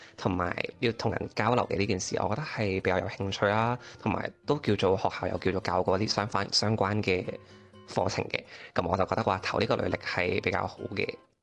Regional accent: Macau; now in Shanghai, China; 咁我系嚟自澳门嘅。

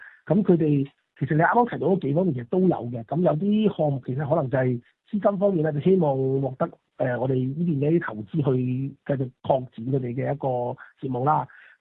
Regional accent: China; 變成更加適合我們中國人的一些模式

